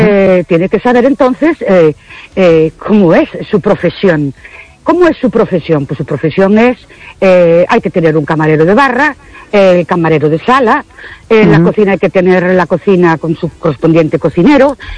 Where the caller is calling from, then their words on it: Ourense, Galicia, Spain; Buenas noches … de Orense.